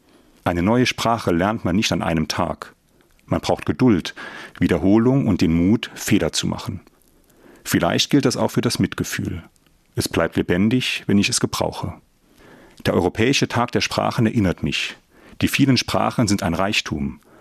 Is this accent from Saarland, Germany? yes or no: yes; Saarbrücken, Saarland, Germany; also born or lived in Völklingen; now in Trier, Germany; Ich bin ein waschechter Saarländer. Geboren bin ich in Saarbrücken, aufgewachsen in Saarbrücken und Völklingen. Auch wenn ich jetzt wieder in Trier lebe, durfte ich in den vergangenen 5 Jahren wieder daheim, in Saarbrücken, arbeiten und leben.